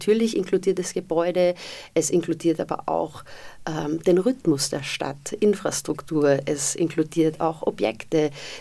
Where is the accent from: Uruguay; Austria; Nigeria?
Austria; Vienna; moved away; Also ich komme ja aus Wien eigentlich